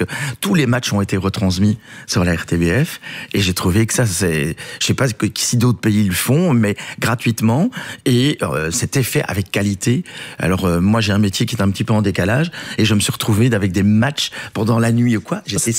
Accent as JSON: {"language": "French", "country": "Belgium", "said": "je suis belge et tout le sport belge m'attire. Donc, dès qu'il y a un petit drapeau belge, ça peut être la pétanque, ça peut être le football. Je suis fier d'être belge."}